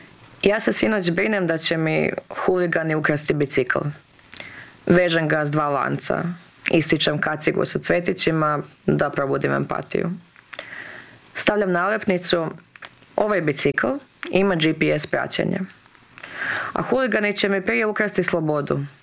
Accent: Vukovar, Vukovar-Srijem County, Croatia; odrasla sam u Vukovaru uz grafite Ubi Srbina i to mi je bilo kao nešto standardno.

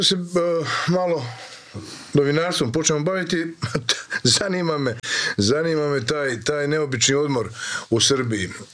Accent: Krapina-Zagorje County, Croatia; Zagrebčanka, da, tako ja sam iz Zagorje.

